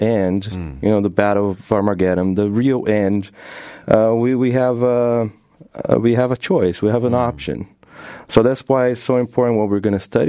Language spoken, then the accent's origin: English; Brazil; moved away as an adult; I'm from Brazil, and I was born and raised there.